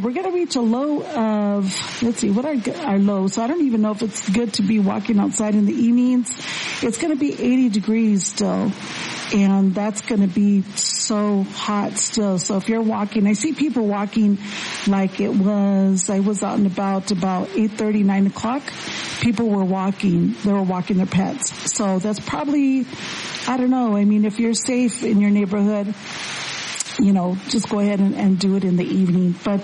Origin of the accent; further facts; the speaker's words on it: Mammoth, Arizona, United States; Lupe Altamirano from my hometown in Mammoth, Arizona.